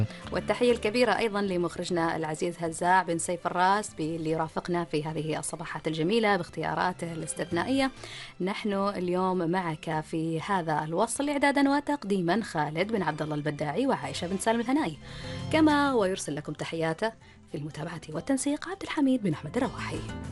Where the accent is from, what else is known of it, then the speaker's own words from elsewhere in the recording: Oman; عندنا في سلطنة عمان